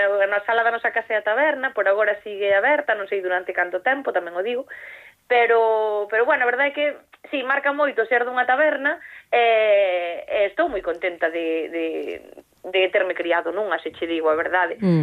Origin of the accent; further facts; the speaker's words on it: Galicia, Spain; Non son de Melide, son dunha parroquia que está entre Teixeiro e Guitiriz, pero sí que traballei en Melide nunha biblioteca durante moito tempo